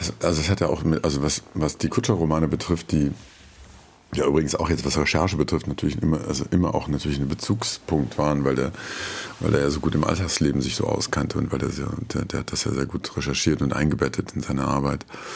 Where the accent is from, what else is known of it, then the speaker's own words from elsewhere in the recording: Wuppertal, North Rhine-Westphalia, Germany; Ich komme aus Wuppertal.